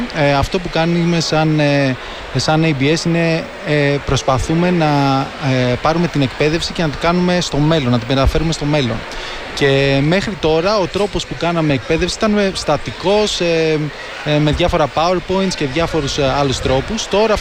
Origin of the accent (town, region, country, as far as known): Greece